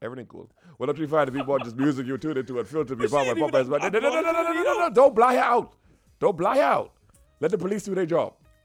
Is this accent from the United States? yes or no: no; Nassau, New Providence, Bahamas; born there; I was born in Nassau, Bahamas, at Princess Margaret Hospital, right. Burdett, Norwich. I was christened in St. George's. I went to Bethel Baptist Church. I was raised in the King's Way.